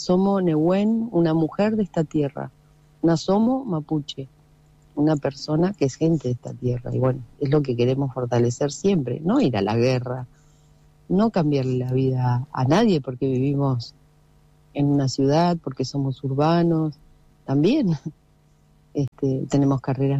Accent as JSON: {"language": "Spanish", "country": "Argentina", "said": "Porque también somos ciudadanos argentinos."}